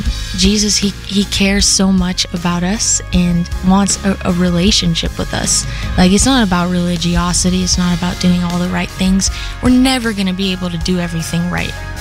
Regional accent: Hawaii, United States; moved away; I was born and raised in Hawaii, grew up in a lot of dysfunction and abuse. I was taken by Child Protective Services when I was 7 years old.

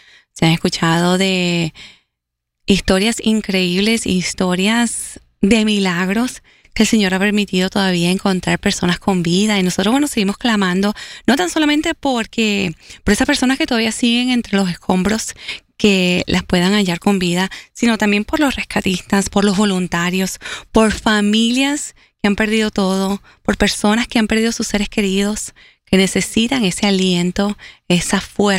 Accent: Venezuela; Yo soy de Venezuela

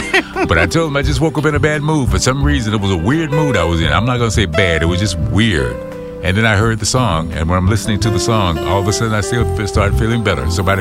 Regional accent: Lakeland, Florida, United States; That's my hometown, the Big L, Lakeland.

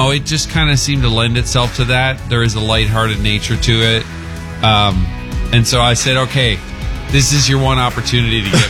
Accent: Newfoundland and Labrador, Canada; back to Newfoundland last October for fall break.

